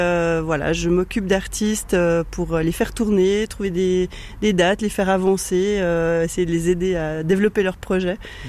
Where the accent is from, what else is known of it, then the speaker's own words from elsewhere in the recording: Échandens, Vaud, Switzerland; also born or lived in Morges; j'ai grandi à Échandon, puis j'ai fait mes écoles à Morges, d'Anges, donc je suis vraiment dans le coin là. Depuis longtemps.